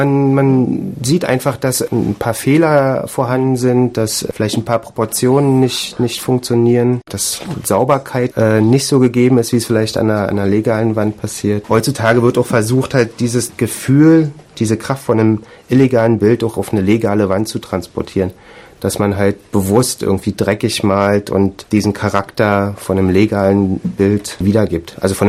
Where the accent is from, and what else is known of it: Berlin, Germany; now in Dresden, Germany